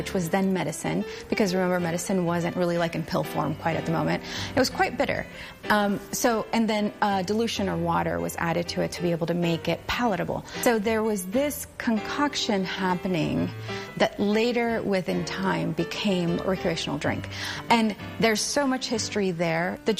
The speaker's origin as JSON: {"language": "English", "town": "Monterrey", "region": "Nuevo León", "country": "Mexico", "moved": "yes", "lives_now": "United States", "said": "I am from Monterrey, Nuevo León, and my family also comes from San Luis Potosí, what is probably the northern-ish part of Mexico."}